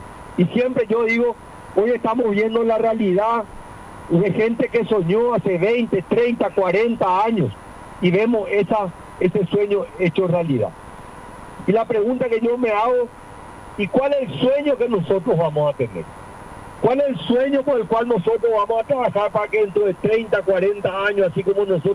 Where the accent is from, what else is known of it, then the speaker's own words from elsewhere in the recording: Paraguay; vengo emocionado como un paraguayo